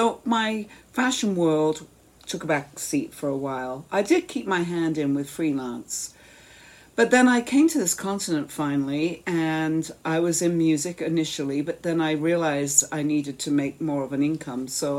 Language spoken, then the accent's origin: English; England, United Kingdom; So I grew up in England, and I made Dolly's clothes when I was little.